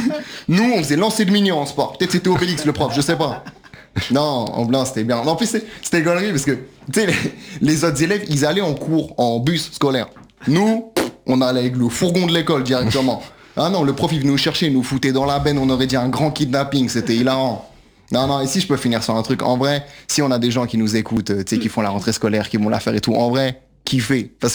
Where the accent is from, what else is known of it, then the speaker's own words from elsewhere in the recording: Brittany, France; moi je suis breton moi à la base.